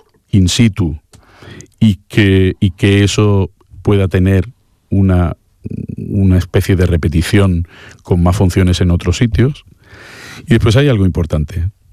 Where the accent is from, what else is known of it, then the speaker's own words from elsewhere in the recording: Málaga, Andalusia, Spain; Pero a ver, siendo malagueño ya somos un poquito figurantes en nuestra...